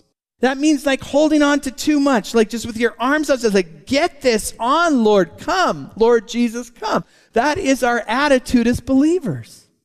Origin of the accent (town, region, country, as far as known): Canada